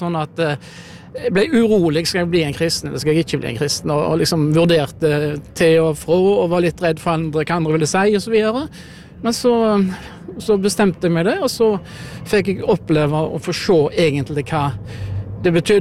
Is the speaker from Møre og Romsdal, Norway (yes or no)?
no; Kvinnherad, Vestland, Norway; now in Klepp, Norway; Jeg bor på Klepp på Jæren, og så vokste jeg opp i Kvinnherra i Sunnhordland.